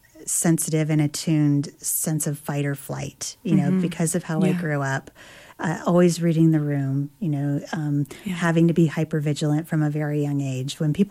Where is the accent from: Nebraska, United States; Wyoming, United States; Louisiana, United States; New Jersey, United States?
Wyoming, United States; I grew up in Wyoming where there's a very strong tradition of giving and taking